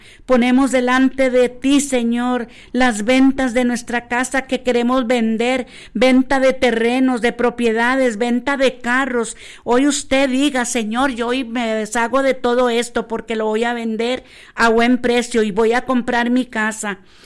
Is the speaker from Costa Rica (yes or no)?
yes; Costa Rica; como buenos ticos que somos